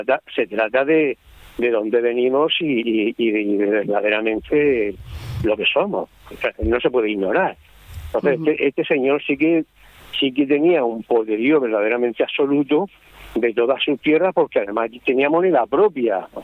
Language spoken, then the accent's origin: Spanish; Murcia, Region of Murcia, Spain; y digo, pues yo soy de Murcia, y nadie sabía qué era y qué dónde estaba